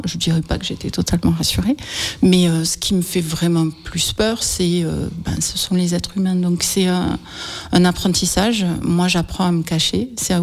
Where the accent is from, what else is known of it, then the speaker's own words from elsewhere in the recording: Southern France, France; accent: méridional (southern French); je suis méridionale, ça s'entend oui. À mon accent.